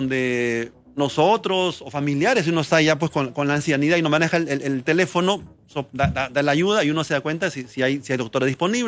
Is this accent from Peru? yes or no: yes; Peru; en realidad somos nosotros los peruanos, ¿no?